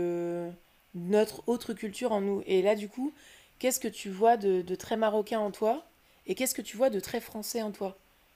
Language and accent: French; France; Moi, j'ai beaucoup de mal avec l'humour allemand parce que j'ai grandi en France.